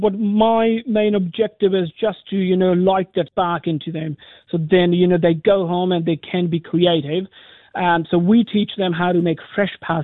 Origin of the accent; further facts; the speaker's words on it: India; moved away as an adult; now in Arua, New Zealand; Because I come from India, you know, where food is very important to us. And when I came to New Zealand and did a bit of research, you know, how Kiwis eat.